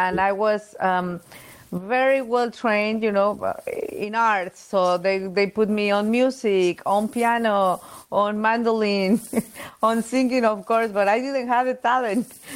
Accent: Mexico City, Mexico; English is a second language; I was born in Mexico City. I'm originally from Mexico.

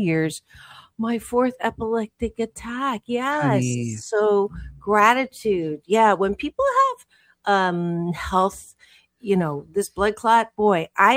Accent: Kitchener, Ontario, Canada; born there; I was born in Kitchener, Waterloo, Jennifer. And so we had to learn French until second grade.

